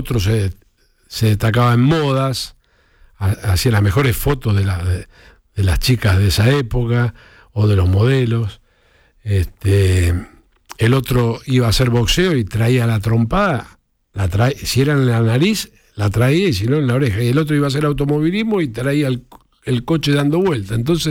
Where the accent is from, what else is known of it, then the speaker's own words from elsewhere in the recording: Chacarita, Buenos Aires, Argentina; Yo soy de Chacarita.